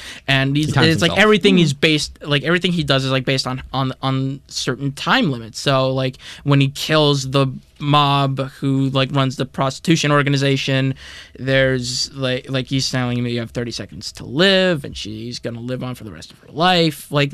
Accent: New York, United States; And I knew that this was shot in Boston because, like, I'm from New York, so there were no, like, homeless men on the subways.

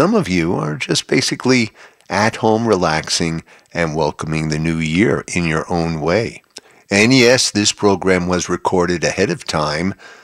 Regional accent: New Jersey, United States; That's how we said it in my little shtetl growing up in New Jersey.

